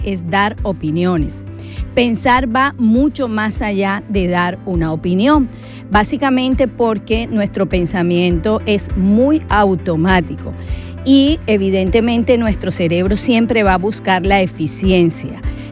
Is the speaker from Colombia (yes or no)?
yes; Colombia; now in Spain; Yo soy colombiana